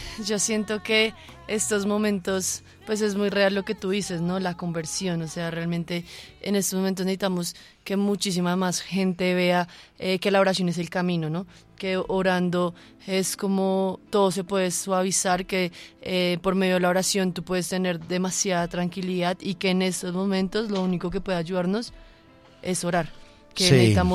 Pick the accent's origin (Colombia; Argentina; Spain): Colombia; nosotros como colombianos